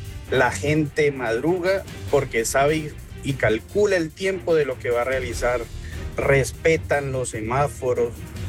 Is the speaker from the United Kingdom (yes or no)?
no; Colombia; now in United States; Y muchos de los que venimos de Colombia a este país hemos aprendido a tener cultura en la vía.